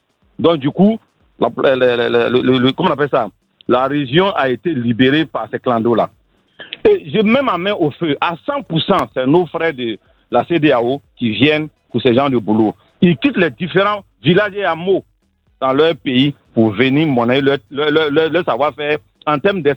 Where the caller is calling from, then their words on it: Séguéla, Woroba, Côte d’Ivoire; je viens de Séguéla, région autrefois fortement riche en diamants.